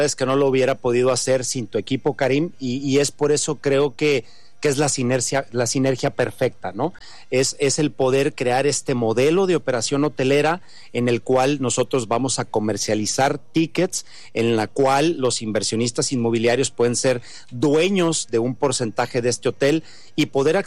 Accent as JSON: {"language": "Spanish", "region": "Michoacán", "country": "Mexico", "tie": "born or raised there", "moved": "yes", "lives_now": "Guadalajara, Mexico", "said": "Michoacán, de donde soy originario, aunque tengo ya más de 20 años viviendo en Guadalajara."}